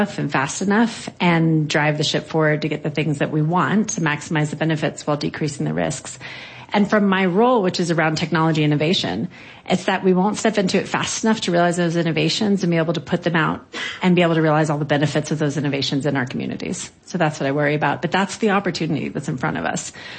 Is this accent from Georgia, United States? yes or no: no; Texas, United States; I'm from Texas.